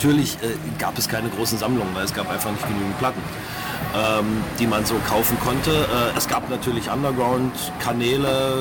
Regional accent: Germany; Also ich bin in der DDR aufgewachsen. Als die Mauer fiel, war ich 18 Jahre.

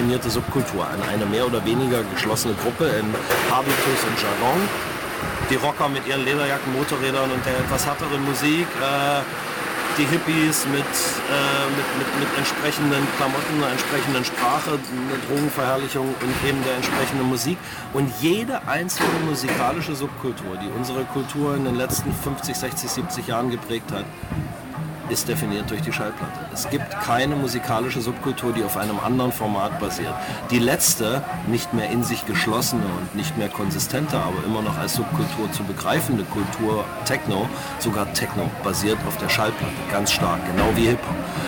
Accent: Germany; Also ich bin in der DDR aufgewachsen. Als die Mauer fiel, war ich 18 Jahre.

